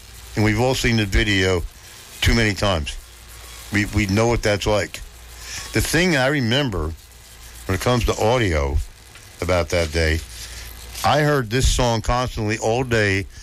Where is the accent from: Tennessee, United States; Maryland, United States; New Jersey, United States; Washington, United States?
New Jersey, United States; Paterson; born there; I was born in Patterson.